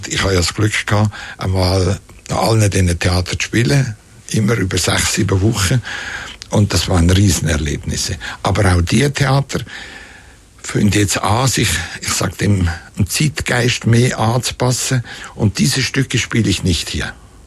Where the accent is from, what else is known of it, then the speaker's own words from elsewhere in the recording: Kaltbrunn, St. Gallen, Switzerland; Und da gab es damals in dem Dorf, wo ich aufgewachsen bin, Kaltbrunn hat das geheißen. Heißt es heute noch.